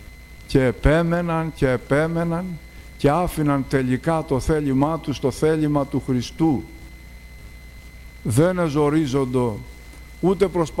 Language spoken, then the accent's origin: Greek; Dimitsana, Peloponnese, Greece; born there; Στα μέρη μας στη Δημητσάνα την έχουν πολιούχο και έχουμε μεγαλώσει με την ανάσα της και την αγάπη της και τη στοργή της.